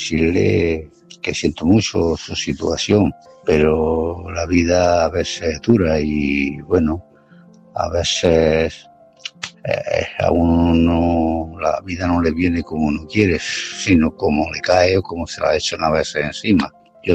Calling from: Málaga, Andalusia, Spain; de Málaga.

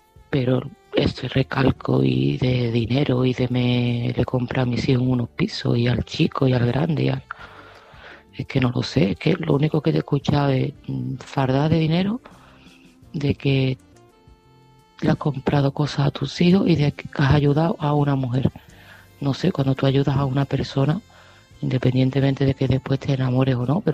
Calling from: Seville, Andalusia, Spain; de Sevilla y este mensaje va para Luis.

